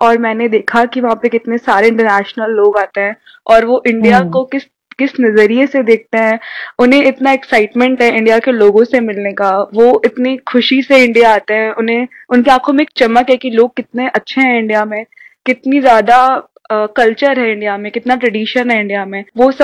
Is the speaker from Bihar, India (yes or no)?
no; Narsinghpur, Madhya Pradesh, India; जी नहीं, मैं नरसिंहपुर से हूँ जो जबलपुर के पास आता है